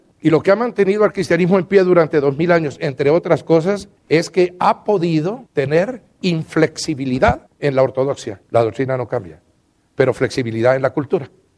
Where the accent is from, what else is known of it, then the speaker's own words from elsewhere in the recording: Colombia; la península de La Guajira en mi país